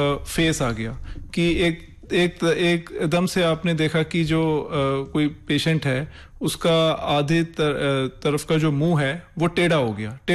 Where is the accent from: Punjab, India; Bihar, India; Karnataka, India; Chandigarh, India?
Punjab, India; मैं पंजाब से हूँ